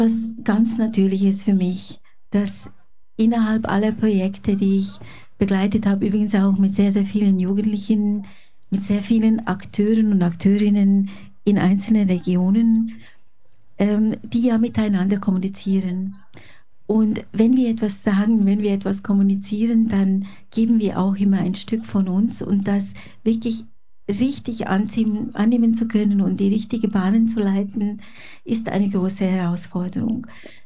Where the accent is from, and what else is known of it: Switzerland; born or raised there; also born or lived in Hungary